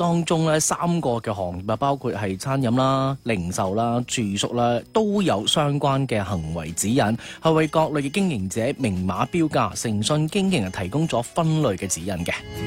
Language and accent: Cantonese; Guangdong, China; 我哋广东人